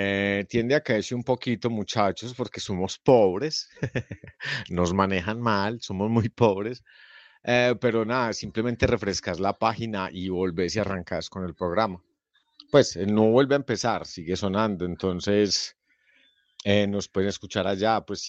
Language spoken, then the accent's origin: Spanish; Fredonia, Antioquia, Colombia; nosotros somos de La Vereda, nosotros somos de un pueblo, somos de Fredonia, Antioquia, que está ubicado en el suroeste antioqueño. Tierrita de café, tierrita parrandera, tierra buena para vivir sin meterse con la gente